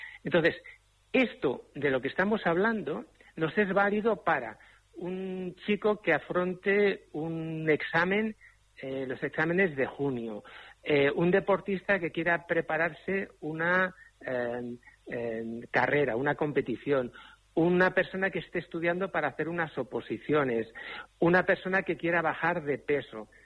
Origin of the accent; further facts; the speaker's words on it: Cuenca, Castilla-La Mancha, Spain; moved away; en mi tierra, en Cuenca.